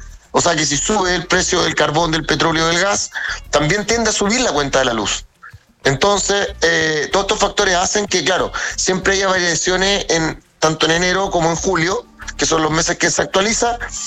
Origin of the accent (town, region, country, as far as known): Chile